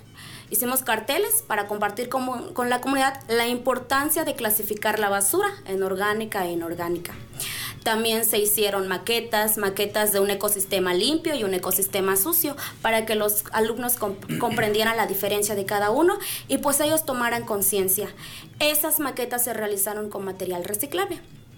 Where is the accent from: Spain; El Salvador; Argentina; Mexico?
Mexico; first language Nahuatl; Spanish is a second language; nuestro país México. Reflexionamos la importancia de preservar y valorar nuestra lengua materna, nuestra lengua náhuatl